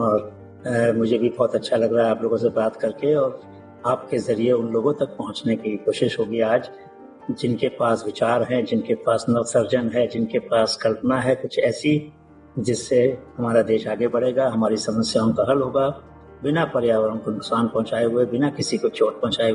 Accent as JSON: {"language": "Hindi", "town": "Gangagarh", "region": "Uttar Pradesh", "country": "India", "tie": "born there", "said": "तो मेरा जन्म तो एक गांव में हुआ, गंगागढ़ गांव है, बुलंदशहर जिला है उत्तर प्रदेश में"}